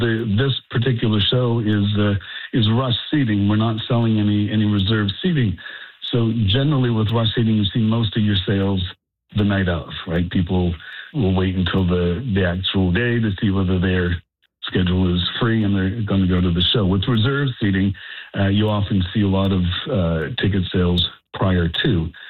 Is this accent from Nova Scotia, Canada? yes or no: yes; Kentville, Nova Scotia, Canada; But I'm from Kentville, and it was starting to get a little onerous to be traveling back and forth